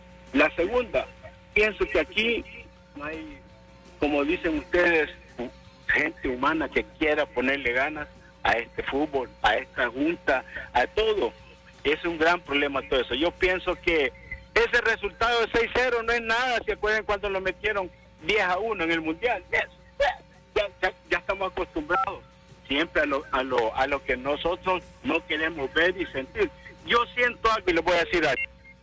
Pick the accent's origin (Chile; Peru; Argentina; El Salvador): El Salvador; lastimosamente, seguimos siendo salvadoreños, seguimos llorando por nuestra selección.